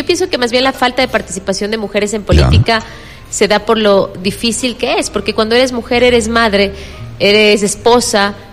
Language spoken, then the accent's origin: Spanish; Sangolquí, Pichincha, Ecuador; also born or lived in San Pedro; Yo ya nací en el Valle de los Chillos.